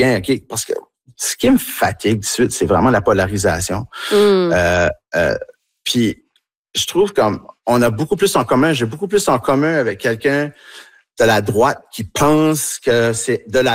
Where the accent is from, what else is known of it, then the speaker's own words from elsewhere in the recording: Niagara Falls, Ontario, Canada; born there; also born or lived in Tracadie; Je suis né en Ontario, à Niagara Falls, en Ontario, chez les anglophones, dans une famille francophone de parents très fiers acadiens qu'on n'a pas le droit de parler en anglais dans la maison et ainsi de suite. Déménagé en ruralité à Tracadie